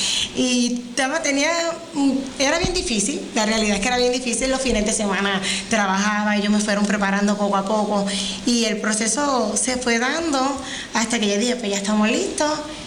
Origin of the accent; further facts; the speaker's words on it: San Germán, Puerto Rico; tuve un apoyo increíble de mi pueblo de San Germán